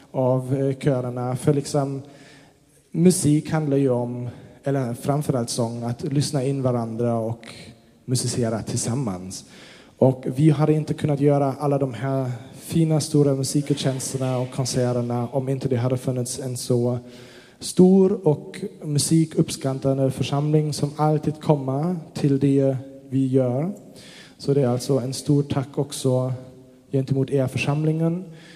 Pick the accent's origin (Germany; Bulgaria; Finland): Germany; Swedish is a second language; now in Sweden